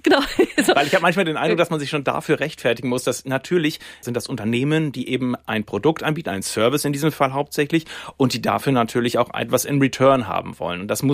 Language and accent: German; Lower Saxony, Germany; Ich bin aufgewachsen in Ostfriesland. Das ist sehr rural, sehr ländlich